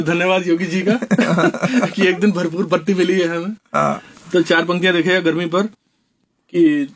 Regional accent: Moradabad, Uttar Pradesh, India; मुरादाबाद का निवासी हूँ, आप छोटे से मोहल्ले चंद्रनगर का

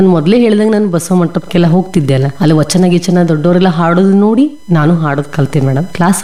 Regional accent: Belagavi, Karnataka, India; ಹುಟ್ಟಿ ಬೆಳೆದಿದ್ದೆಲ್ಲ ಇಲ್ಲೇ ಮೇಡಮ್.

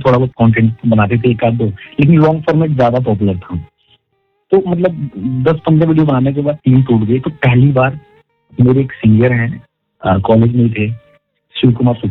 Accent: Bihar, India; now in Faridabad, India; तो पहली बार मैं बिहार से यहाँ आया दिल्ली, दिल्ली में कहा फरीदाबाद

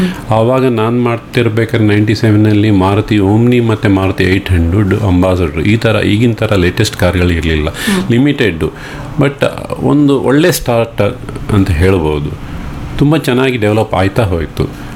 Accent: Kudumallige, Karnataka, India; ನಾನು ಮೂಲತಃ ಕುಡುಮಲ್ಲಿಗೆ, ತೀರ್ಥಹಳ್ಳಿ ತಾಲೂಕು, ಇಲ್ಲಿಂದ 50 ಕಿಲೋಮೀಟರ್.

